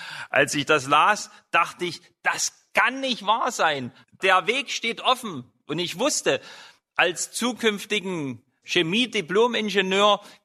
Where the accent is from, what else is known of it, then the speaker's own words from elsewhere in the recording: East Germany, Germany; Ich bin in der DDR groß geworden als Christ